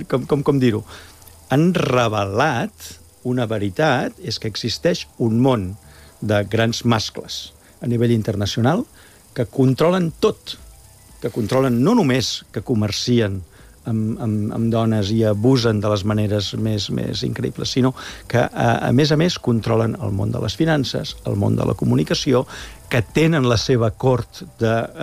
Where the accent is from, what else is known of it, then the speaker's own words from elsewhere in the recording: Catalonia, Spain; ho hem de reivindicar com a catalans, perquè els catalans portem en el nostre ADN